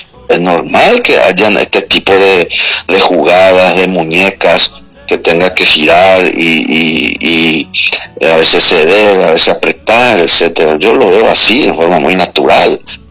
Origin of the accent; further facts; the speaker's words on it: San Estanislao, San Pedro, Paraguay; mi agradecimiento a mi pueblo, Santaní, mi familia, mis amigos